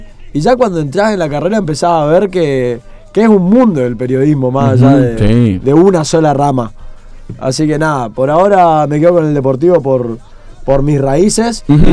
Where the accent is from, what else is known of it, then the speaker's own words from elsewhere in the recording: Misiones, Argentina; Yo soy de Misiones, no tiro ni para los azules y blancos ni para los celestes.